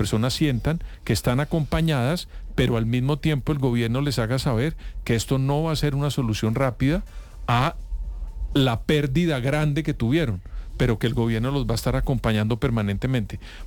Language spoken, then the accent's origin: Spanish; Colombia